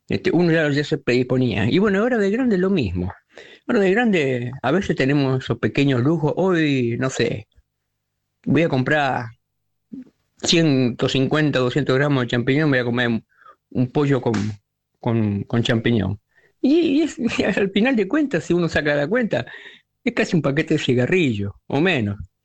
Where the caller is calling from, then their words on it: Granadero Baigorria, Santa Fe, Argentina; de Baigorria.